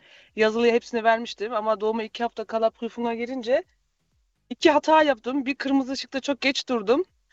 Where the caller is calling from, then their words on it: Schönefeld, Brandenburg, Germany; Şönefeld'den katılıyorum. Berlin Şönefeld.